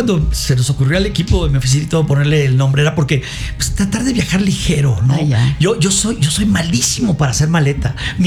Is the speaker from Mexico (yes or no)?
yes; Mexico; tú puedes hablar como mexicano, en el caso de tu servidor